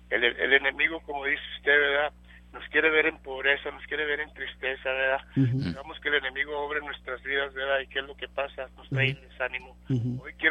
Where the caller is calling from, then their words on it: Denver City, Texas, United States; De Denver City, mi hermano.